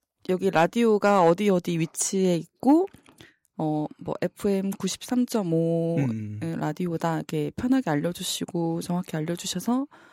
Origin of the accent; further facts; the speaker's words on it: Gunsan, North Jeolla, South Korea; now in Jeonju, South Korea; 저는 군산에서.